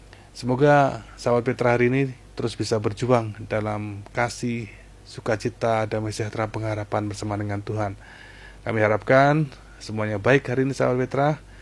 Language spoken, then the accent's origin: Indonesian; Java, Indonesia; kalau kita orang Jawa bilang diujo gitu